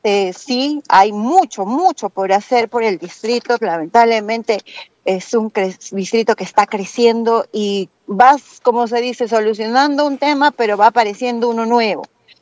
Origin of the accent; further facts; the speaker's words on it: Rosario, Santa Fe, Argentina; Yo soy rosarina, ex rosarina